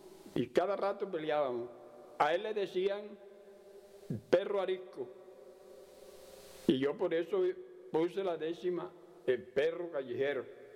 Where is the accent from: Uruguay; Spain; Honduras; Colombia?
Colombia; Sabana Nueva; vengo de Sabana Nueva, tengo 82 años.